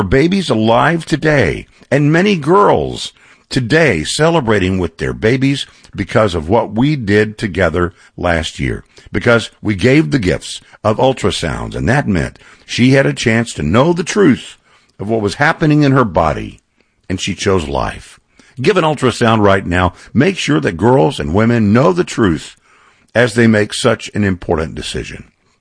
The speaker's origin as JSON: {"language": "English", "region": "Texas", "country": "United States", "said": "It's not true in my home state of Texas."}